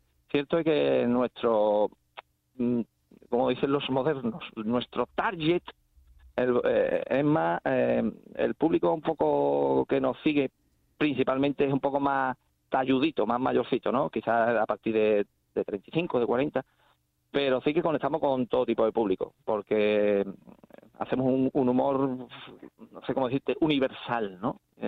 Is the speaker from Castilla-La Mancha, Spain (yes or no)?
no; Cádiz, Andalusia, Spain; como somos de Cádiz, estamos al lado